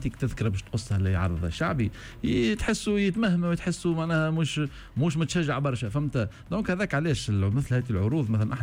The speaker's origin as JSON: {"language": "Arabic", "country": "Tunisia", "said": "ما احنا الحاجة الاشكالية عندنا في تونس، المواطن التونسي والجمهور التونسي صعيب"}